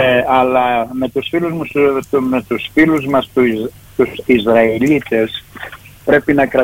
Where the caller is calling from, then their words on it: Greece; Εμείς είμαστε Έλληνες